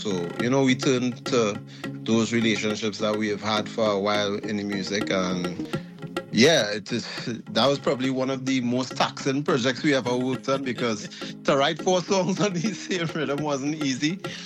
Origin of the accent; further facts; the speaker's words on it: Trinidad & Tobago; Yeah, we're from the east.